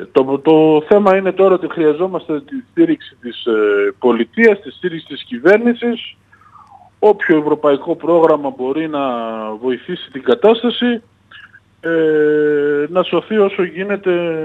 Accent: Nea Flogita, Central Macedonia, Greece; Εγώ στο χωριό μου, στα Νέα Φλογητά Χαλκιδικής, ήμασταν 150 παραγωγοί. Τώρα είμαστε οριακά 10.

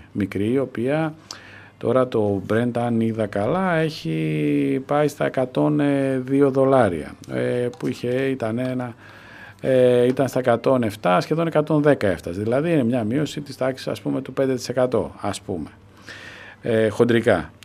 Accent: Greece; σαν Έλληνες

